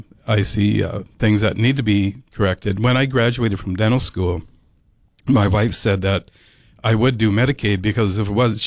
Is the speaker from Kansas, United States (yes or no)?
no; Moorhead, Minnesota, United States; I grew up in Moorhead, so I've been associated with this area for a long time.